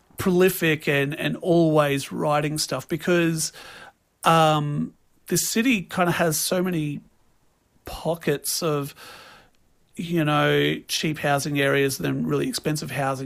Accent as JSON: {"language": "English", "town": "Brisbane", "region": "Queensland", "country": "Australia", "tie": "born or raised there", "also_born_or_lived": "Toowoomba", "said": "I'm born and bred in Brisbane"}